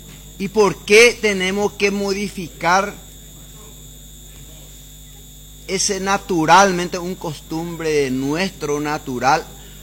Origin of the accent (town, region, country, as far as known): Paraguay